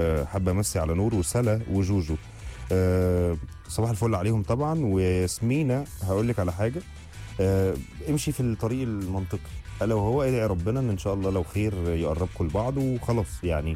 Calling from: Alexandria, Alexandria Governorate, Egypt; ليه نجوم اف ام مش بتشتغل عندنا في اسكندريه؟ جربت كتير بس مش بالظبط، مش بتظبط. انا بسمعك من النت

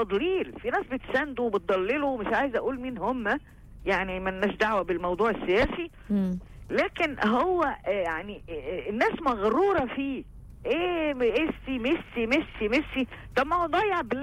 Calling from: Egypt; احنا فعلا مصريين وبنحب بلدنا

